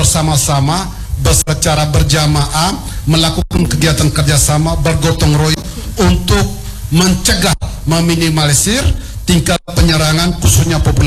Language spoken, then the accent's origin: Indonesian; Indonesia; di Desa Manulondo, kampung saya tercinta ini, yaitu Kampung Mahkota.